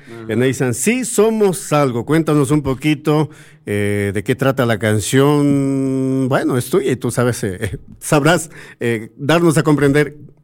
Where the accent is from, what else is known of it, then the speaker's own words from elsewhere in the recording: Ecuador; nosotros como ecuatorianos